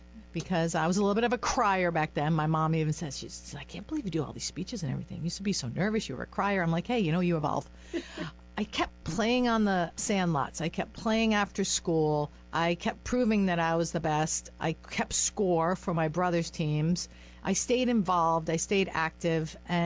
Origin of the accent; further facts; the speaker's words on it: Cranston, Rhode Island, United States; I grew up in Cranston, Rhode Island